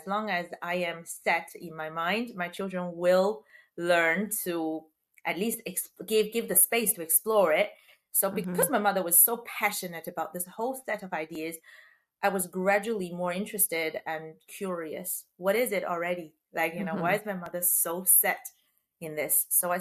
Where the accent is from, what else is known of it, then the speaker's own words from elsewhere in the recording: China; moved away; growing up in China